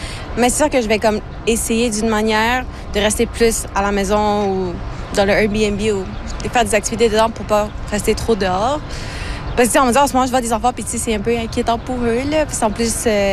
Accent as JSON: {"language": "French", "town": "Montreal", "region": "Quebec", "country": "Canada", "said": "puis je suis venue à Toronto pour un peu pour faire du tourisme, puis tout, parce que je viens de Montréal."}